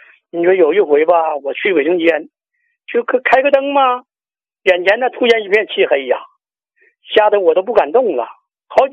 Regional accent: Qiqihar, Heilongjiang, China; 我是齐齐哈尔的，

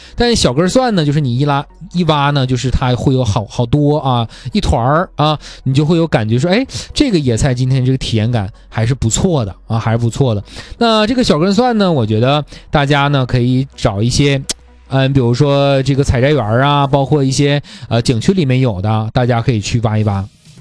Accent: Dunhua, Jilin, China; 因为你像我老家是敦化的啊，

